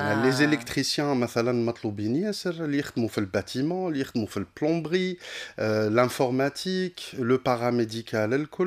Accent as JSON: {"language": "Arabic", "country": "Tunisia", "said": "عندنا في تونس"}